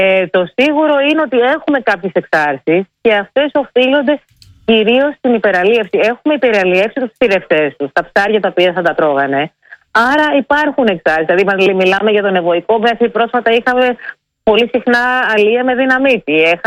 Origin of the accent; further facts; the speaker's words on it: Greece; όλοι έχουμε δει μέδουσες μεγαλώνοντας στην Ελλάδα